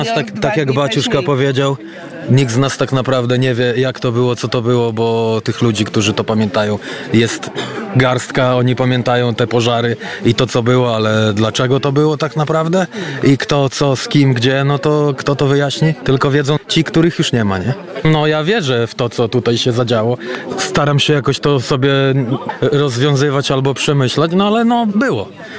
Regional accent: Białystok, Podlaskie Voivodeship, Poland; my białostoczanie jesteśmy nietolerancyjni.

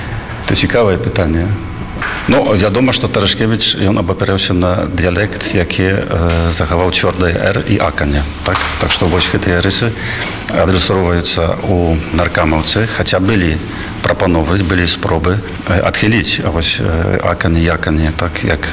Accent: Warsaw, Masovian Voivodeship, Poland; born there; Belarusian is a second language; Я сябе адчуваю беларусам. Я нарадзіўся ў Варшаве, але вельмі шмат часу правёў з беларусамі.

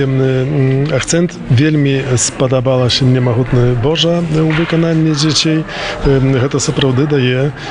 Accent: Hajnówka, Podlaskie Voivodeship, Poland; цяжка мне сказаць, таму што я сам родам з Гайнаўкі. Адкуль помню, то фестываль прысутны ў маім жыцці

